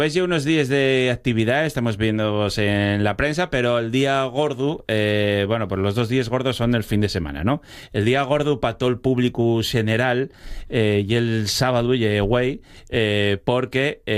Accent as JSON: {"language": "Spanish", "region": "Asturias", "country": "Spain", "said": "que siempre pensamos que los únicos que hacemos sidra en el mundo somos los asturianos."}